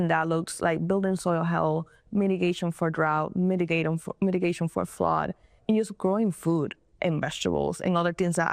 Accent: Dominican Republic; I like to say that my hometown in the Dominican Republic is the Iowa of the Dominican Republic.

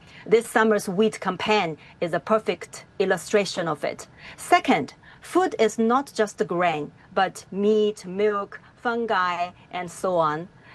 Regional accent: Zibo, Shandong, China; the harvesting teams from Zibo City of Shandong Province, where is my hometown

